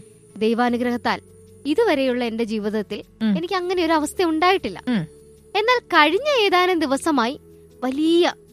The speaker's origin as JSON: {"language": "Malayalam", "town": "Kadavanthra", "region": "Kerala", "country": "India", "tie": "born or raised there", "said": "എറണാകുളം കടവന്ത്ര സ്വദേശിയാണ്."}